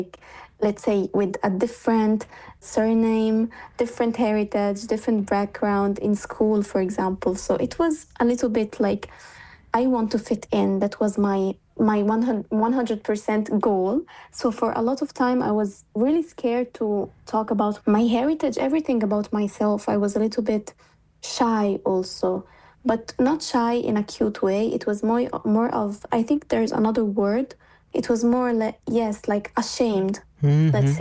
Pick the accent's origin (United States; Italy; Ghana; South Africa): Italy; English is a second language; So I was born and raised in Italy. So I lived my life here, basically. But I always lived in a space that was in between two cultures, because I used to speak bilingual at home.